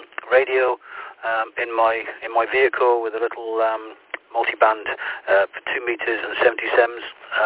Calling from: South West England, United Kingdom; Yeah, I'm just running a mobile station on 25 watts from the southwest of the UK.

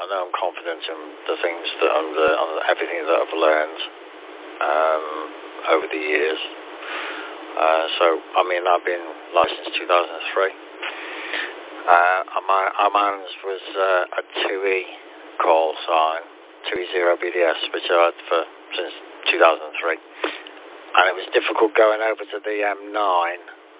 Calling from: Liverpool, North West England, United Kingdom; because I come from Liverpool.

